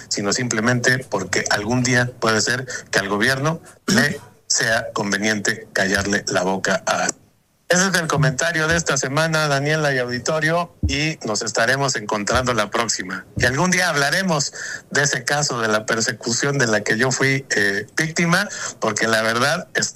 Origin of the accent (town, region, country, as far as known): Mexico